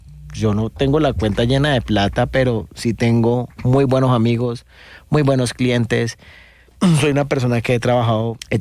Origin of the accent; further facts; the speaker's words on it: Cali, Valle del Cauca, Colombia; Yo salí del San Luis Gonzaga, del barrio Granada, en al noroeste de Cali.